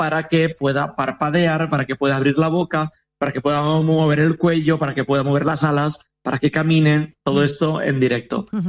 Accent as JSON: {"language": "Spanish", "town": "Vila-real", "region": "Valencian Community", "country": "Spain", "said": "Nosotros somos de Villarreal, hemos estado en Sagunt en varias ediciones con otros espectáculos"}